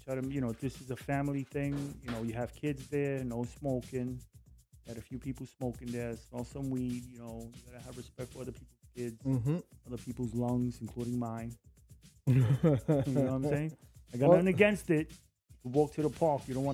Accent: Brooklyn, New York, United States; Like, you guys never, because I'm from Brooklyn.

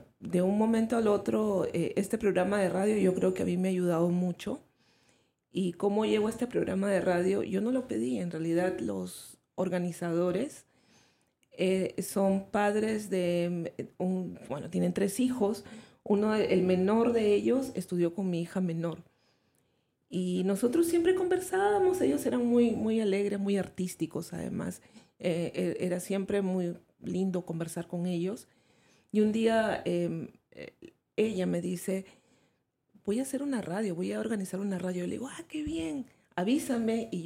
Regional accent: Lima, Peru; moved away as an adult; also born or lived in Brooklyn, United States; now in Staten Island, United States; Porque yo soy de Lima y en Lima hay playas, ¿no? Y yo estaba acostumbrada a escaparme a la playa. Entonces, en la parte en la que yo vivía, yo vivía en Bay Ridge, no hay playa

